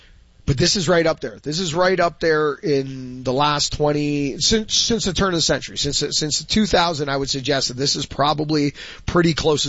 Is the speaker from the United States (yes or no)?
no; Canada; We, being a Canadian golf community, would hang our hat.